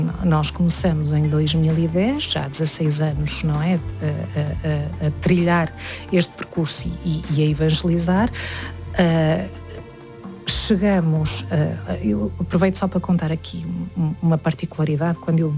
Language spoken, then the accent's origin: Portuguese; Portugal; quando lá cheguei, isto em 2010, tinha os Masters todos a dar-nos, não é, as aulas, a explicar, e eu vinha de Portugal